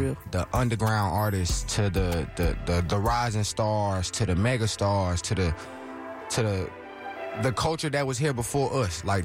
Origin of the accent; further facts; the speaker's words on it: Houston, Texas, United States; I'm from Houston.